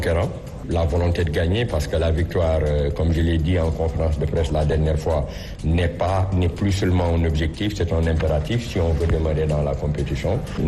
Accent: Senegal; Mais aussi, nous sommes du Sénégal, nous avons des ambitions.

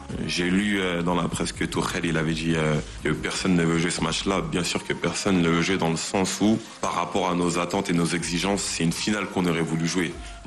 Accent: France; on a un devoir en tant que Français, en tant que joueur de l'équipe de France.

